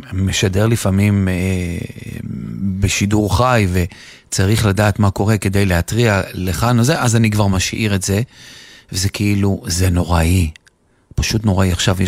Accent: Southern District, Israel; אני דרומי בנשמה.

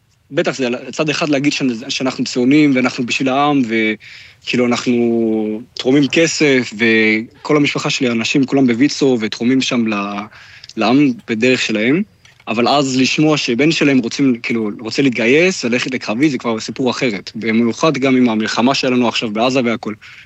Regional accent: Germany; Hebrew is a second language; moved away as an adult; now in Israel; גדלתי בגרמניה, בנוחות ולהיות לא בטוח בגרמניה, אז כן, וגם זה אחד, ושתיים, גדלתי בבית ציוני מאוד

